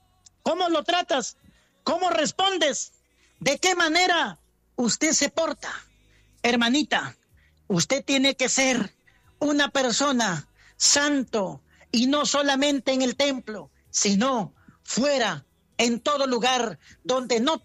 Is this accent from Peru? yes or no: yes; Peru; los peruanos, cuando vamos a disfrutar, siempre decimos la yapita